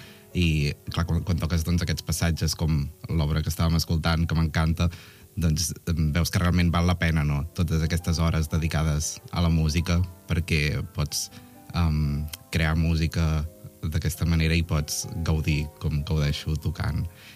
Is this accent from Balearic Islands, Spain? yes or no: no; Arenys de Munt, Catalonia, Spain; born there; jo m'estimo molt el meu poble, Arenys, Cinera, no?